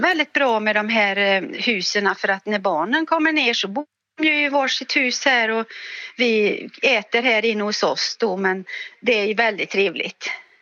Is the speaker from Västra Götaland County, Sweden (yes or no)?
yes; Uddevalla, Västra Götaland County, Sweden; born there; now in Öland, Sweden; Ja, jag är egentligen född i Uddevalla.